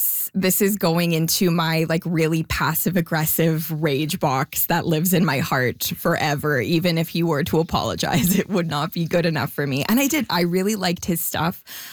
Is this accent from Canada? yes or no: yes; Canada; now in Winnipeg, Canada; I'm a Canadian comedian